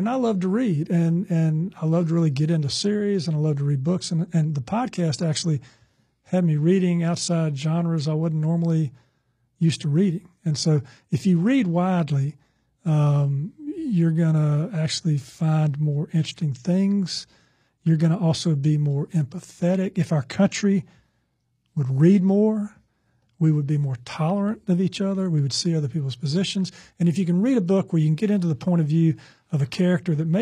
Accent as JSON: {"language": "English", "town": "Chapel Hill", "region": "North Carolina", "country": "United States", "tie": "born there", "said": "I was born in Chapel Hill, lived here 1 year."}